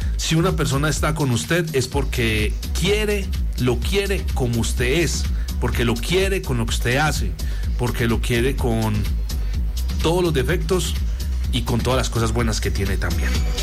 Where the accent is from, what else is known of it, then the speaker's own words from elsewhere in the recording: Colombia; porque somos colombianos